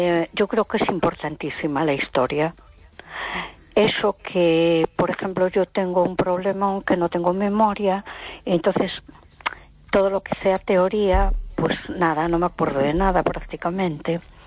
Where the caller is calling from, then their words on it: A Coruña, Galicia, Spain; de Coruña.